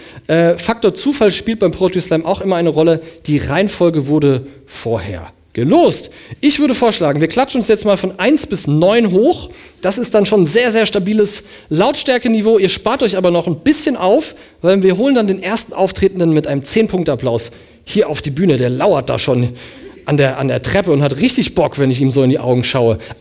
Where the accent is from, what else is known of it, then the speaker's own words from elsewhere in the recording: Southern Germany, Germany; wie ich als Süddeutscher eigentlich natürlicherweise sagen würde.